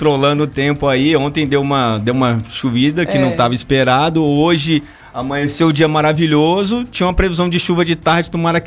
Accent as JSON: {"language": "Portuguese", "town": "Brasília", "region": "Federal District", "country": "Brazil", "said": "Eu sou daqui de Brasília"}